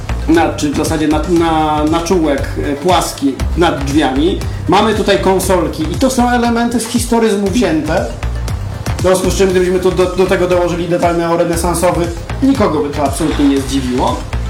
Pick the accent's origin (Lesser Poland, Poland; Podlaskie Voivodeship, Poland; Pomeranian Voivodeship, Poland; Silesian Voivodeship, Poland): Lesser Poland, Poland; Kraków; u nas w Krakowie